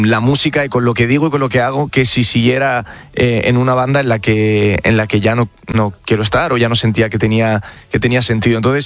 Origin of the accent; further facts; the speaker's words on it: Spain; de primera mano en España, en mi país, abrazó la primera canción que saqué